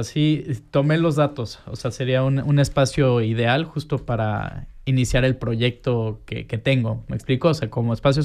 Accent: Mexico; moved away; Como mexicano estoy muy acostumbrado al, ahí nos vemos y llegas.

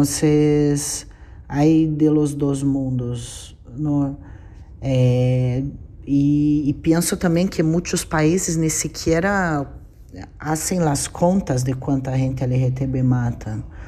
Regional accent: Brazil; Spanish is a second language; director de la película, soy de Brasil.

